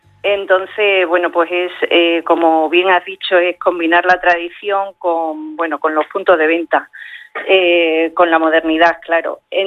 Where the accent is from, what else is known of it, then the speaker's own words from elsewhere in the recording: Miajadas, Extremadura, Spain; Yo es que soy de Miajadas